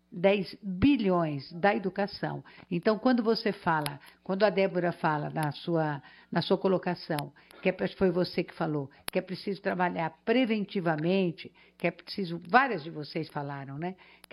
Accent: Catanduva, São Paulo, Brazil; now in São Paulo, Brazil; Eu não sou de São Paulo, eu trabalho aqui, vivo uma parte da minha vida aqui e uma parte do interior, no interior. Eu sou de Catanduva

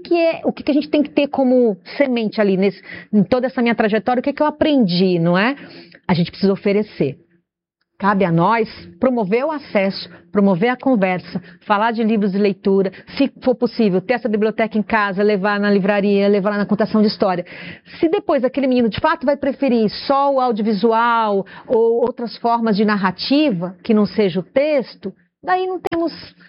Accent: Japi, Rio Grande do Norte, Brazil; born there; also born or lived in Santa Cruz, Rio Grande do Norte; a minha família toda é de Japi, mas nasci em Santa Cruz, estava falando pro Vinícius no intervalo aqui, porque não tinha maternidade em Japi nos anos 70

